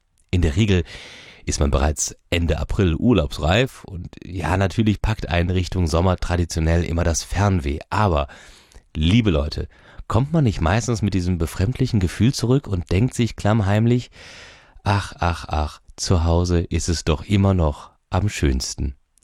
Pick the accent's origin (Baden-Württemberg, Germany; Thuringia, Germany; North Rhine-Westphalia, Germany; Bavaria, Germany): North Rhine-Westphalia, Germany; Cologne; als Kölner